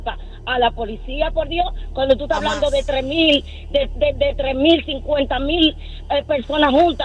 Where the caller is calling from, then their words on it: Philadelphia, Pennsylvania, United States; yo vivo en Filadelfia